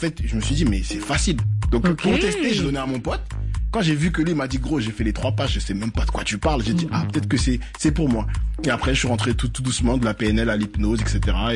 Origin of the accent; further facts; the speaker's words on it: Garges-lès-Gonesse, Île-de-France, France; Et moi, j'ai grandi à Garges-lès-Gonesse.